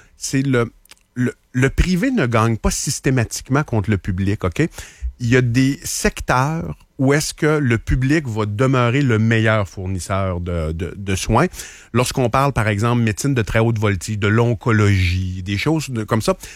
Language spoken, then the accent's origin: French; Chicoutimi, Quebec, Canada; Je suis originaire de Chicoutimi. Une bonne partie de ma famille est encore à Chicoutimi.